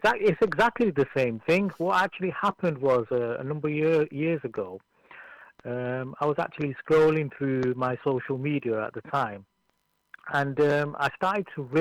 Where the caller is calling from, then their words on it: Manchester, North West England, United Kingdom; Yeah, I'm speaking from Manchester today.